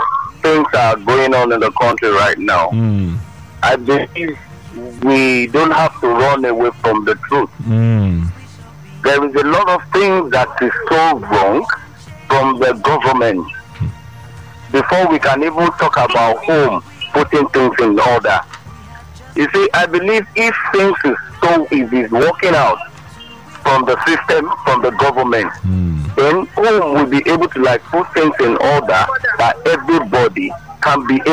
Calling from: Lagos, Nigeria; Yeah, I'm calling from Akoka.

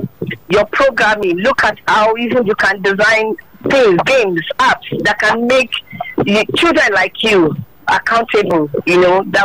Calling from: Magboro, Ogun, Nigeria; This is Dr. … I'm calling from Magboro.

